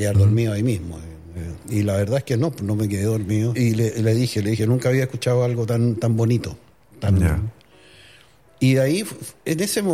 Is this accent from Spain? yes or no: no; Santiago, Santiago Metropolitan Region, Chile; born there; also born or lived in Linderos; Nací en Santiago, sí.